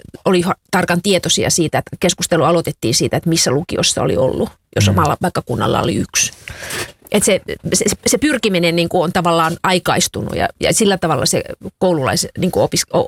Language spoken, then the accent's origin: Finnish; Kemi, Lapland, Finland; born there; Kemin Lyseon lukio, 6L, kunnon tyttö.